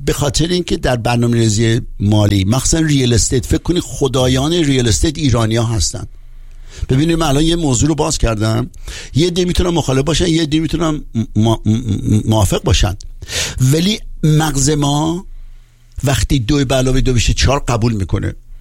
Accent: Tabriz, East Azerbaijan, Iran; born there; من متولد تبریزم

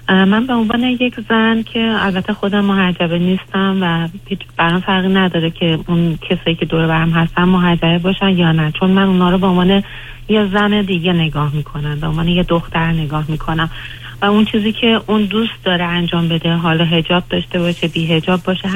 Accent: Iran; moved away; ما چون که توی ایران بزرگ شدیم

